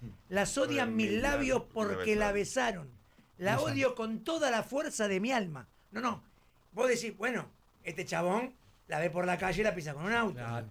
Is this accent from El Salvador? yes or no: no; El Palomar, Buenos Aires Province, Argentina; Yo soy del 3 de febrero, yo soy del Palomar. Exacto. Entonces, yo soy de ahí.